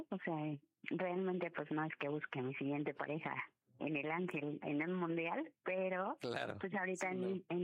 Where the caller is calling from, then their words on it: Mexico City, Mexico; de la Ciudad de México y tengo 36 años.